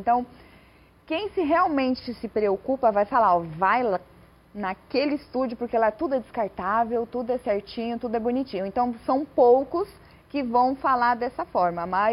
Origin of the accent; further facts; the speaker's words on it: Taboão da Serra, São Paulo, Brazil; Eu sou do Taboão da Serra